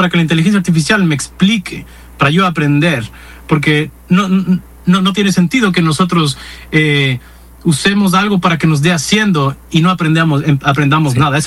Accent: Ecuador; moved away; Yo salí de Ecuador en 2020 y lamentablemente no he regresado

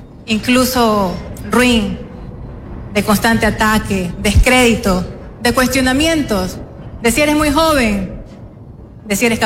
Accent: Guayaquil, Guayas, Ecuador

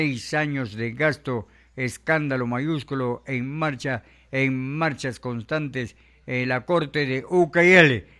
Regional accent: Pucallpa, Ucayali, Peru; moved away; Ya no regresaré a mi tierra linda, Pucallpa.

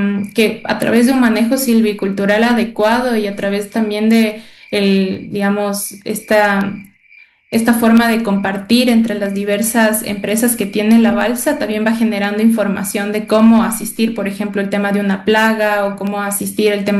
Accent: Ecuador; nosotros como ecuatorianos tenemos que estar preparados

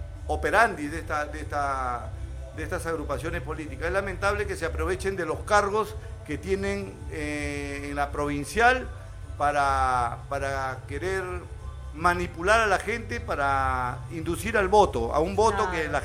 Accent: Jayanca, Lambayeque, Peru; conozco muy de cerca la problemática de mi tierra

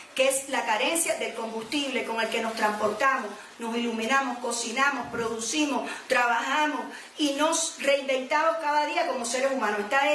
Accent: Cuba; para nosotros que somos cubanos

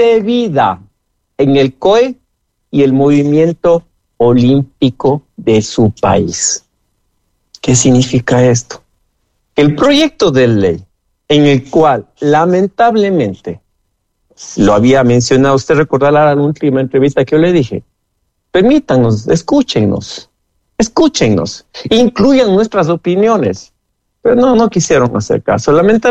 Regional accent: Ecuador

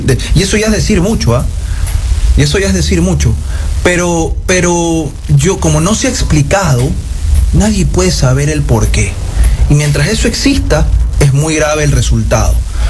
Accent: Ecuador; Y eso yo como ecuatoriano lo repudio.

